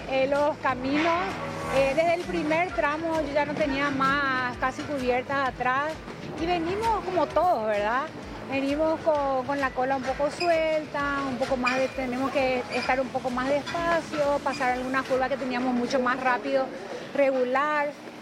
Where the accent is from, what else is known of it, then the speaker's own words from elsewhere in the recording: Paraguay; estoy en mi país